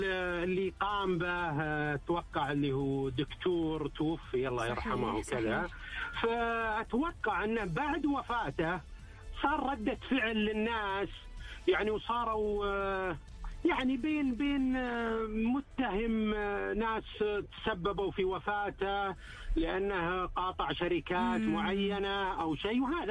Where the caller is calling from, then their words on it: Saudi Arabia; عندنا في السعودية